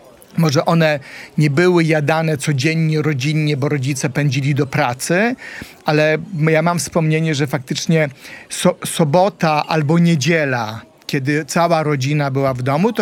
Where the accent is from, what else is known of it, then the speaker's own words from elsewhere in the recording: Grajewo, Podlaskie Voivodeship, Poland; moved away; ja pochodzę z Podlasia, czyli z Grajewa, czyli tam, gdzie robią te mleko łaciate i te masło łaciate